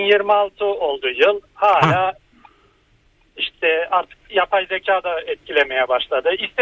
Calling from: Ankara, Turkey; bir Ankaralı olarak çok da umursamıyorum açıkçası.

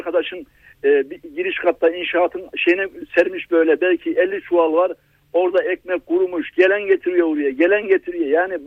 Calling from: Istanbul, Turkey; İstanbul'dan

